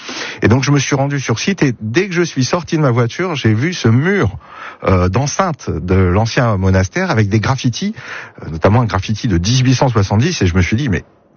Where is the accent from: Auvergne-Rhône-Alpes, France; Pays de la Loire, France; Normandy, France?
Pays de la Loire, France; Je suis originaire des Pays de la Loire, voilà.